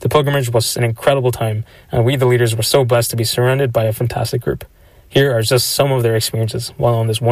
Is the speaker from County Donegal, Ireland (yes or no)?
yes; Letterkenny, County Donegal, Ireland; from Letterkenny in County Donegal.